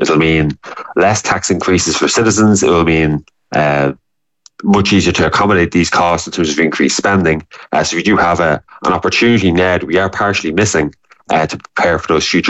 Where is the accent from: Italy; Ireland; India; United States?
Ireland